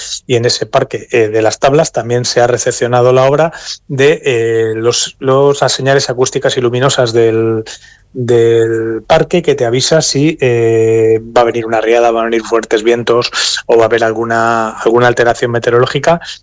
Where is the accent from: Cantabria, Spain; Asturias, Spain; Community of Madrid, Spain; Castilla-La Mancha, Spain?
Cantabria, Spain; Torrelavega; para los que somos de Torrelavega de toda la vida